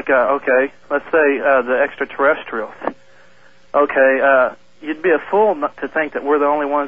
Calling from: Everett, Washington, United States; Everett, Washington.

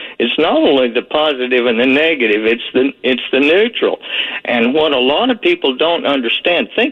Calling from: Virginia, United States; the blind man from Virginia.

